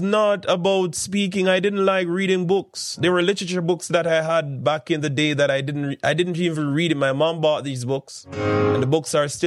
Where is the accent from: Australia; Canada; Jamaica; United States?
Jamaica; Spanish Town, Saint Catherine; I grew up in St. John's Road, for those who know, and that is why I'm not ashamed to say where I come from. I grew up St. John's Road, Spanish Town, 62. I'm very proud of where I'm from.